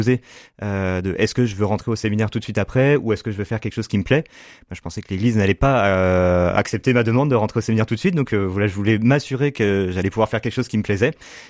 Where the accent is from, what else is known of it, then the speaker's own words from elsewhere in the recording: Le Mans, Pays de la Loire, France; J'ai grandi au Mans, donc j'ai fait mon école collège lycée au Mans